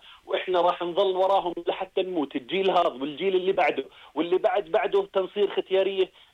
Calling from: Jordan; إحنا أردنيين ومنحب هاي البلد

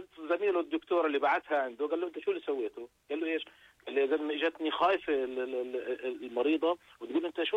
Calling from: Jordan; يعني أنا بقول واحد عندنا بالأردن دخله راتبه 500 دينار.

